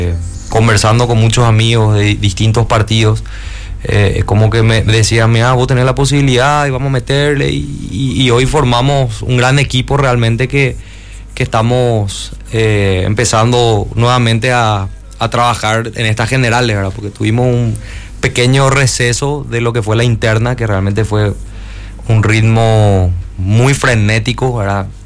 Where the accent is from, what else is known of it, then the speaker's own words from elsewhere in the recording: Luque, Central, Paraguay; Y la coincidencia es que todos somos de Luque, ¿verdad? O sea, toda la rama de mi familia, el árbol genealógico prácticamente es de Luque.